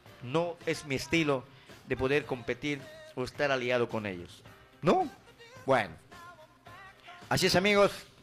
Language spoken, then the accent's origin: Spanish; Peru; siempre defiendo a mi pueblo, llamado Perú, y a mi pueblo, y a mi región donde vivo